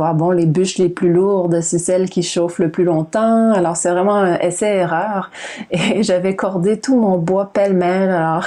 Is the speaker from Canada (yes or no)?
yes; Quebec, Canada; accent: Québécois; Moi, je le porte fièrement, le français québécois, là, même si j'ai un accent un peu bizarre, peut-être pour certains qui nous écoutent.